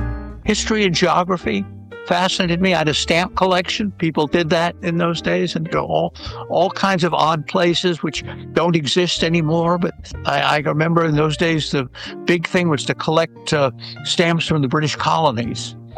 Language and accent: English; Washington, District of Columbia, United States; My parents settled in the Midwest, but then they moved to Washington during World War II, and that's where I was born, and I grew up in Washington, I consider home.